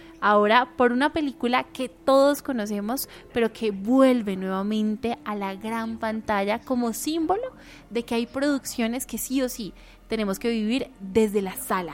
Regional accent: Argentina; accent: Argentine; ¿De mi acento argentino?

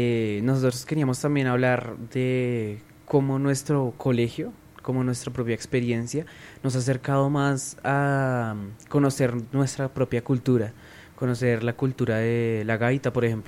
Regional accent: Colombia; ese amor a la cultura que tenemos como colombianos.

